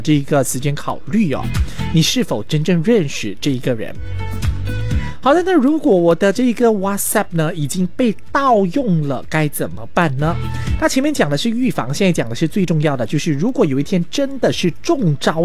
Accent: Malaysia; 那这个呢，我觉得特别适合我们马来西亚人。

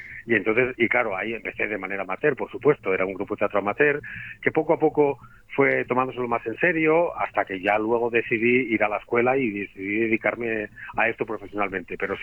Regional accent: Lugones, Asturias, Spain; mi pueblo, Lugones, yo soy asturiano

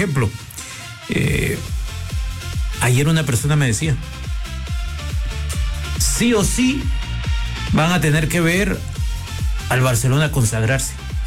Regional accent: Guatemala

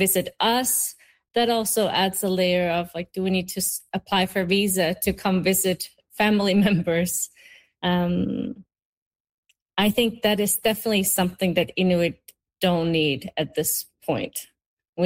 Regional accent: Greenland; now in Canada; Yes, I am an immigrant from Kalaallit Nunaat, from Denmark.

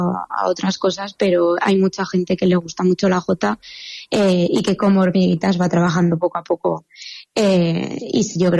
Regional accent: Calatayud, Aragon, Spain; intentamos que siempre se vea que somos de Calatayud

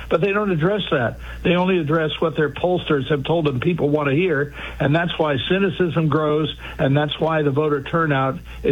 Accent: Washington, United States; And I was born in Washington. I grew up there, went to school there. and spent most of my life in Washington, the Washington area.

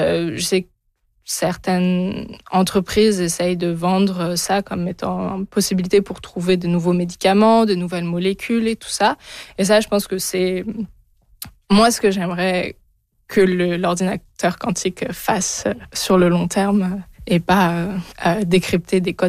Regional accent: France; first language French; moved away as an adult; now in Vancouver, Canada; Je rentre en France, à Bordeaux

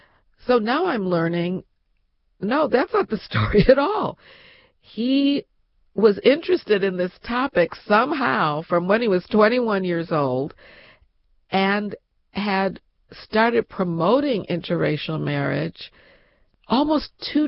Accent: Chicago, Illinois, United States; I knew growing up in Chicago in the 1960s that my father had been conducting interviews of black-white couples throughout my entire childhood.

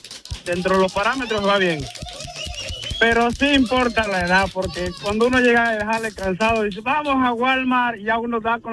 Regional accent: Cuba; Soy cubano, es primera vez que participo.

